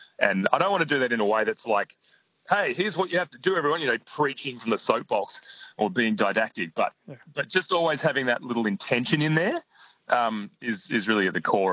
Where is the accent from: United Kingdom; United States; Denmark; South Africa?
Denmark; And my hometown in Denmark, there's the Wallery, which is another sort of community